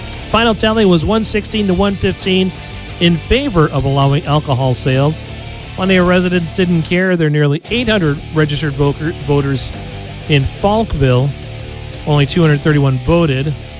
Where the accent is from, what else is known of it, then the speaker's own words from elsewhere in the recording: New York, United States; moved away as an adult; also born or lived in Indiana; I remember growing up in New York, legal drinking age was 18, and when I came to Indiana to go to Butler, the drinking age was 21